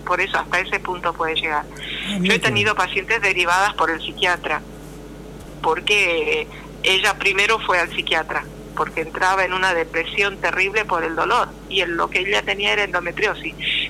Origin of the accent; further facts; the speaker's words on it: Argentina; also born or lived in Paraguay; Yo viví unos años en Paraguay y me quedó un acento, ¿sí? De chica. Soy argentina. En realidad, en mi familia soy la única argentina.